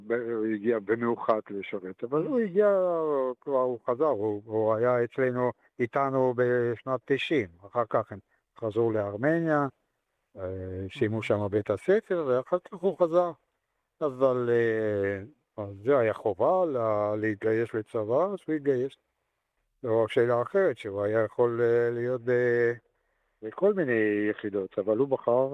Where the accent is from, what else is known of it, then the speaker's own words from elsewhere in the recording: Armenia; Hebrew is a second language; moved away as an adult; now in Israel; וזה קרוב לי. קרוב לי בתור ארמני. אני ארמני. ואני גדלתי במוזיקה ארמנית, אבל למרות זאת זה קרוב לי.